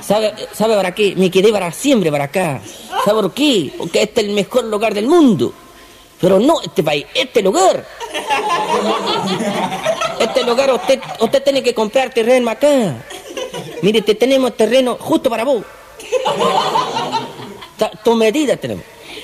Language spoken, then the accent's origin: Spanish; Chaco, Argentina; Y yo chaqueño decía, no, yo soy del Chaco, como he aclarado a veces en países vecinos.